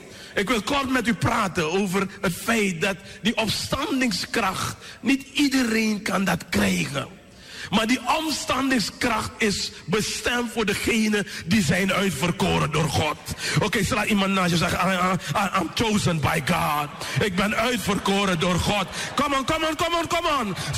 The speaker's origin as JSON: {"language": "Dutch", "country": "Suriname", "said": "En ik als Surinamer tussen die Amerikanen daar, ik denk, hoe ga ik dat doen?"}